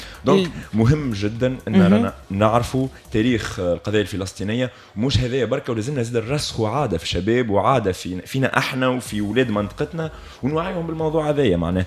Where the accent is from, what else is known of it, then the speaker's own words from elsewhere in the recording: Raoued, Ariana Governorate, Tunisia; احنا في رواد اليوم ما عندناش بورت باش يقعدوا فيه معناها الفليك، ما عندناش كيما نقولوا تهيئه للناس اللي قاعده تخدم براتيكمون. منطقه رواد هي منطقه على بحر، والناس اللي يسكنوا فيها من اول الدنيا هما بحاره.